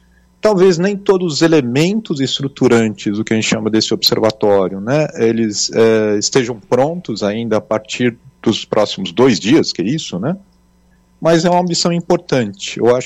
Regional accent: Brazil

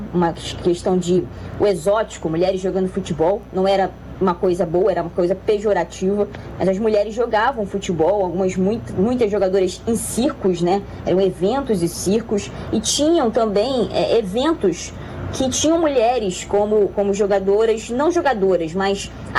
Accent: Brazil

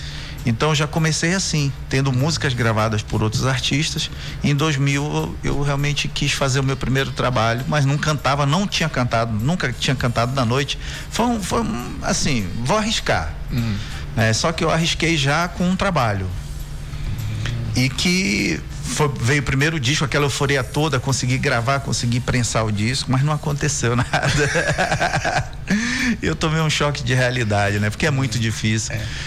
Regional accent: Terra Santa, Pará, Brazil; now in Manaus, Brazil; Eu sou do interior também, eu sou de Terra Santa e nossa região é a mesma, é limítrofe.

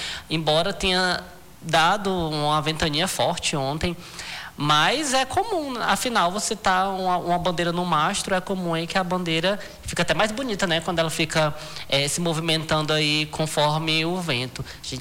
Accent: Acre, Brazil; Tenho muito orgulho de dizer que sou acreano, porque a bandeira do Acre é muito bonita mesmo.

